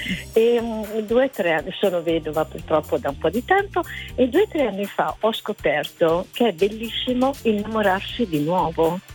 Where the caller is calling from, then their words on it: Milan, Lombardy, Italy; mm-hmm. E sono di Milano. Ho 70 anni, li ho compiuti la settimana scorsa.